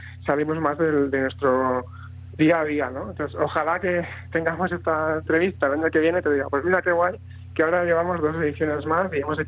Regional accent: Ebro Delta, Tarragona, Catalonia, Spain; soy del Delta del Ebro, de Tarragona, es una zona preciosa

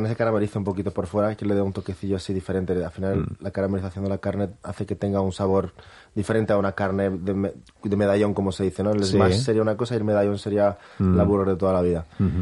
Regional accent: Zaragoza, Aragon, Spain; born there; also born or lived in Brazil; Sí, yo soy maño. Bueno, soy brasileño, pero llevo toda la vida en Zaragoza.

